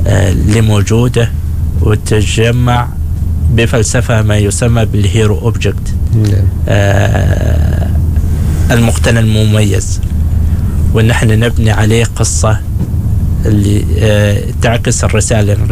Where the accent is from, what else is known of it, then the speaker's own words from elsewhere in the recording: Oman; نحن كعمانيين مفترض أن نسارع إليه نشوف إيش فيه، نفتخر بتاريخنا نفتخر بمنجزاتنا.